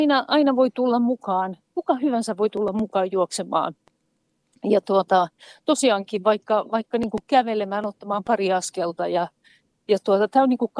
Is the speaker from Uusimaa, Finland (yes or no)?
no; Vaasa, Ostrobothnia, Finland; mä oon vaasalainen